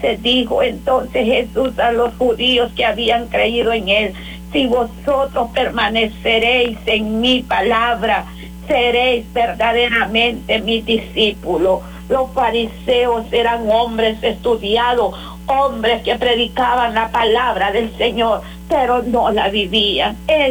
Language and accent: Spanish; Honduras; moved away; en mi país Honduras